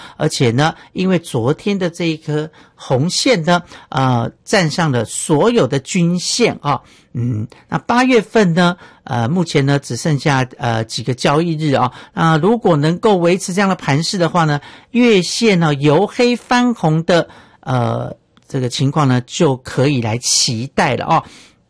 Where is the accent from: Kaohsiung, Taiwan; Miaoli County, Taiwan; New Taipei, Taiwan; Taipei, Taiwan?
Miaoli County, Taiwan; 还有我的家乡苗栗，也欢迎大家来这个苗栗呢来玩玩齁。山城有很多好山好水齁